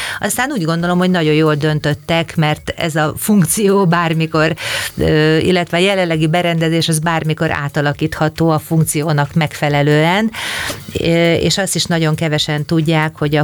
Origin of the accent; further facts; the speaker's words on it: Kaposvár, Somogy, Hungary; Ezt én szeretném elmondani kaposváriként